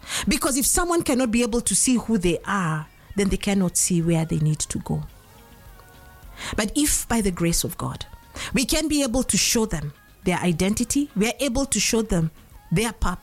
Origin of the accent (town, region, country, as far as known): Kenya; also born or lived in Kisumu